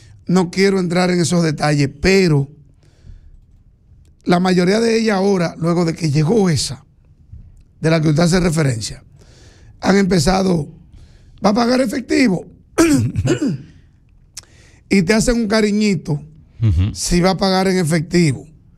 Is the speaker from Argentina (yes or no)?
no; Dominican Republic